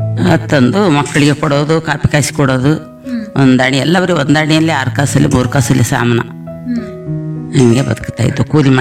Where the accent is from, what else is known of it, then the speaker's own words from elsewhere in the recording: Karnataka, India; born there; now in H.D. Kote taluk, India; ನಮ್ದು ಊರು ನಾಗರಹೊಳೆ ಗೋಣಗದ್ದೆ, ನಮ್ಮ ಊರು ಅರೆಸ್ಟ್ ಒಳಗಡೆ.